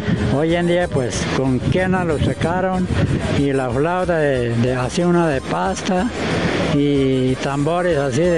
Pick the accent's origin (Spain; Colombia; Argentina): Colombia; yo soy de Solapa, ¿no? … vereda Solapa.